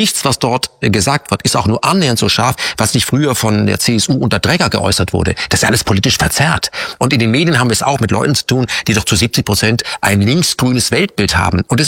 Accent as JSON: {"language": "German", "town": "Krefeld", "region": "North Rhine-Westphalia", "country": "Germany", "tie": "born there", "said": "Du meinst nach Krefeld, wo ich geboren bin? Nee, wo dein Vater herkommt. Wieso nicht, wo meine Mutter herkommt? Die kommt aus Hamburg."}